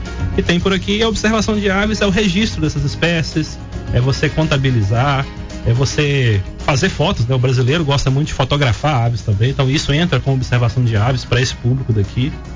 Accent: Ipatinga, Minas Gerais, Brazil; Fui criado em Ipatinga

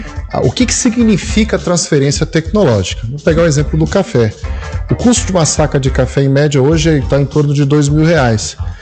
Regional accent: Brazil

